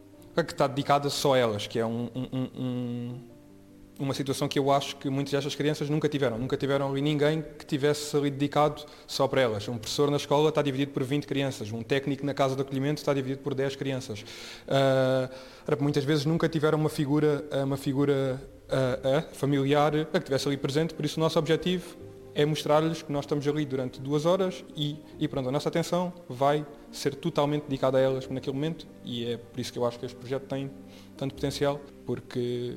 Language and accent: Portuguese; Algarve, Portugal; now in Lisbon, Portugal; não sou de cá, sou do Algarve